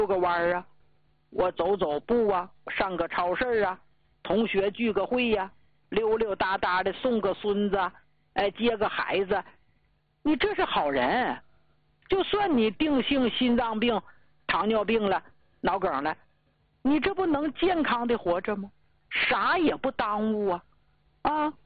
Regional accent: Northeast China, China; accent: Northeastern dialect; 用咱们东北话说

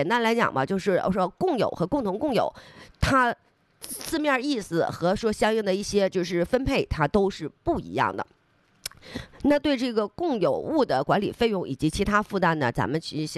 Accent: Northeast China, China; accent: Northeastern; 像用咱们东北话讲

